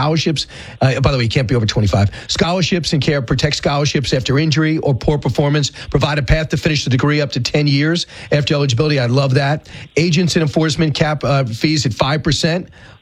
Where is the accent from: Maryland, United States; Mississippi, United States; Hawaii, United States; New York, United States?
New York, United States; outside where I grew up in Long Island and you in Iowa and, Penn State and places like that, wrestling's not a major sport.